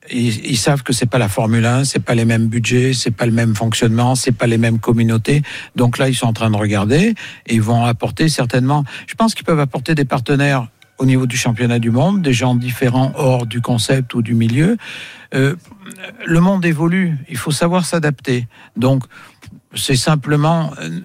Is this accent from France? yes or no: yes; Auvergne-Rhône-Alpes, France; Non, c'est bon, moi, je suis auvergnat, alors.